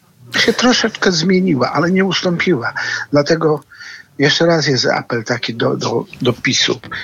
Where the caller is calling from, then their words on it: Lubusz Voivodeship, Poland; dzwonię z województwa lubuskiego